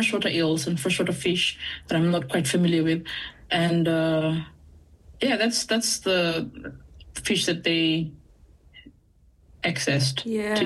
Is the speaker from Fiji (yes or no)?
yes; Navakasiga district, Bua Province, Northern Division, Fiji; I'm from Nassau, which is the village, Navakasinga, which is the district, and Bua is the province.